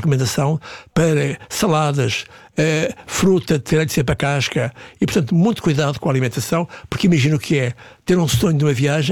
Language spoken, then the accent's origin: Portuguese; Guarda, Portugal; also born or lived in Mozambique; As saudades e para o Beirão, que eu sou da Guarda.